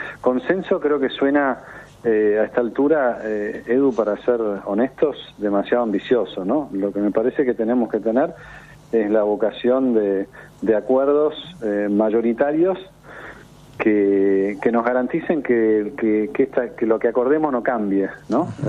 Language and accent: Spanish; Argentina; Y me parece que como argentinos es un enorme regalo tener la posibilidad de, aunque sea por tres días, tener a un papa en la región, tener un papa en Argentina